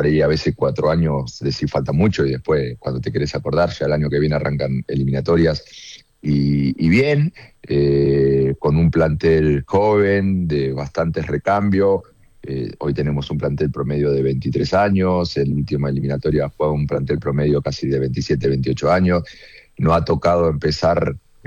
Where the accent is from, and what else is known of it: Argentina; moved away